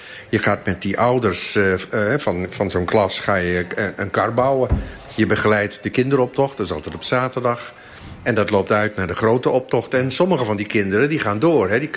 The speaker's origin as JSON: {"language": "Dutch", "region": "Friesland", "country": "Netherlands", "moved": "yes", "said": "ik ben een Fries, ik kom van buiten."}